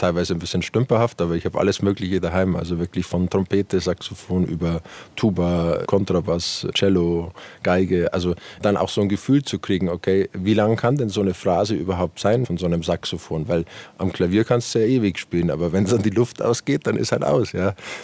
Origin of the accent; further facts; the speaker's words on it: Bavaria, Germany; accent: Bavarian; first language Bavarian; Ich bin bei Oma und Opa aufgewachsen und wir haben beide sehr bayerisch gesprochen und es ist quasi meine Muttersprache.